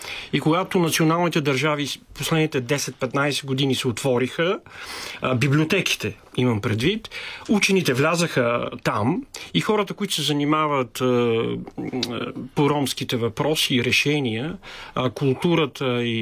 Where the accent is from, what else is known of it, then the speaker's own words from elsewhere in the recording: Sofia, Sofia City, Bulgaria; аз съм от София, съм от квартал Факултета